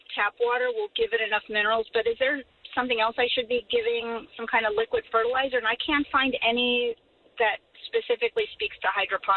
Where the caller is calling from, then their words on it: Universal City, Texas, United States; From Universal City.